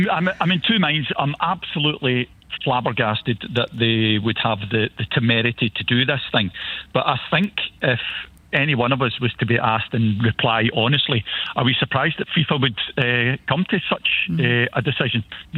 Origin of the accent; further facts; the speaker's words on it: Scotland, United Kingdom; I'm Scottish